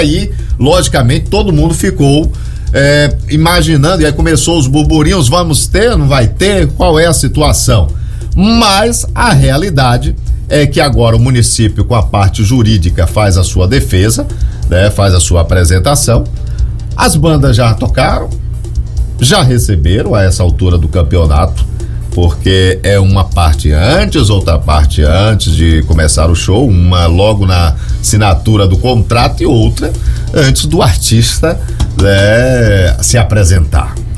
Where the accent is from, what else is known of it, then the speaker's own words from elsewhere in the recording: Feira de Santana, Bahia, Brazil; moved away; Nós estivemos lá na minha terra natal, em Feira de Santana